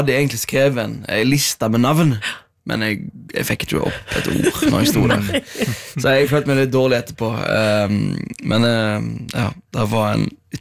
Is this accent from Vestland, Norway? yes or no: yes; Stord, Vestland, Norway; now in Oslo, Norway; Jeg var hjemme på Stord.